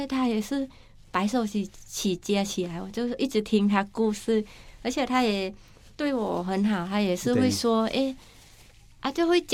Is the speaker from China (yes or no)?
no; Thailand; now in Taipei, Taiwan; 在泰国那时候也是因为我家没有那么多钱，所以我从小就比较辛苦